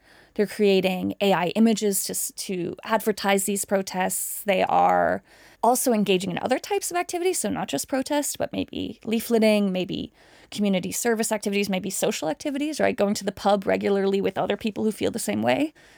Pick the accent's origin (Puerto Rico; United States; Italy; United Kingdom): United Kingdom; Scotland; as Scottish people